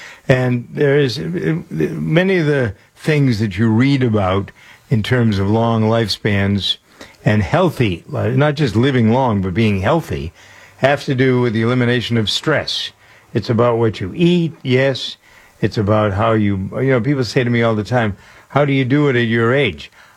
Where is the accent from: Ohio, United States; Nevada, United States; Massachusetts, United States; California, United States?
Massachusetts, United States; Framingham; born or raised there